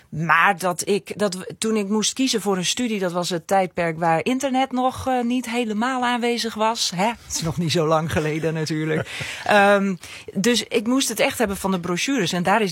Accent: Ameland, Friesland, Netherlands; accent: Frisian; moved away; omdat ik van Ameland kom, echt het uiterste puntje van Friesland. Mensen kunnen aan me horen dat ik uit Friesland kom, vinden ze soms ook wel wat van.

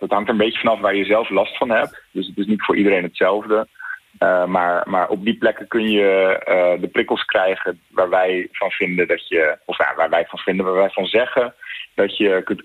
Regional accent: Netherlands; als Nederlanders zijnde

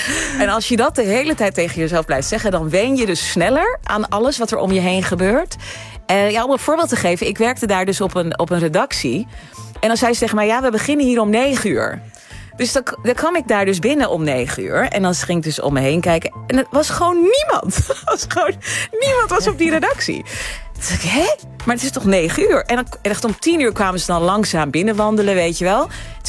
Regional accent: Netherlands; ik ben natuurlijk geboren en getogen in Nederland. En dan ga ik voor het eerst naar Turkije. Ja, ik ben toch gewoon Nederlands.

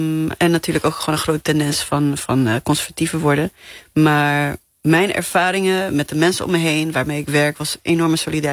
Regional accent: Namibia; now in Netherlands; ik uit Namibië kom, waar we tot 1990 in het apartheidssysteem hebben geleefd. Dus ik ben ook opgegroeid in het idee, of nou ja, in het gedachtegoed van, hoe vechten we tegen onrecht?

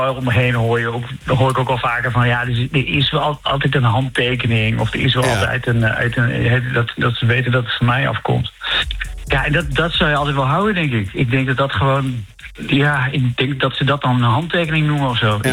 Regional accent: Overijssel, Netherlands; nou kom ik uit Twente, dus zou best

